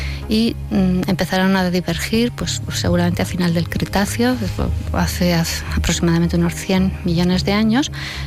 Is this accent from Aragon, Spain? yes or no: yes; Angués, Aragon, Spain; Desde mi infancia en Angués, yo crecí hasta los 6 años en Angués y vivía prácticamente en contacto directo con la naturaleza.